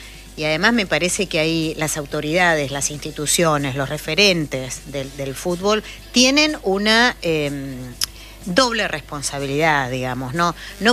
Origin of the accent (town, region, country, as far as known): Argentina